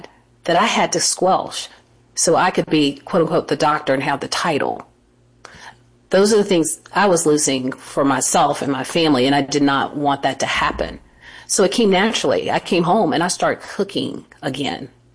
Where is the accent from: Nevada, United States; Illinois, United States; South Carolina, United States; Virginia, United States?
South Carolina, United States; I grew up in South Carolina.